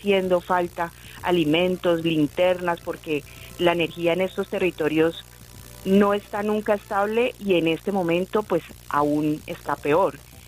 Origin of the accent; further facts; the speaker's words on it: Cali, Valle del Cauca, Colombia; tenemos que seguirnos moviendo como caleños, como vallecaucanos y como colombianos para que esto salga nuevamente adelante, porque podemos.